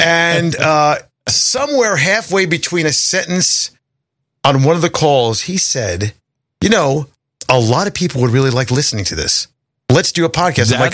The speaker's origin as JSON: {"language": "English", "town": "Commack", "region": "New York", "country": "United States", "moved": "as an adult", "lives_now": "Florida, United States", "said": "I lived out in Comac, came down here in 87. I was 22 years old."}